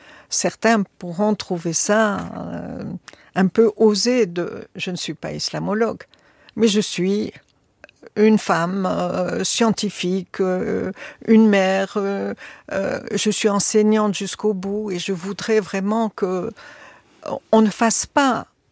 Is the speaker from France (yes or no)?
no; Tunisia; Chez nous, en Tunisie, voilà.